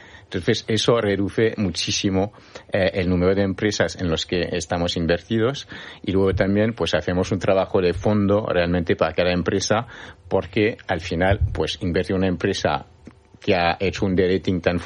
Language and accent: Spanish; Paris, Île-de-France, France; Spanish is a second language; now in Spain; Bueno, yo soy de París y bueno, empecé ahí.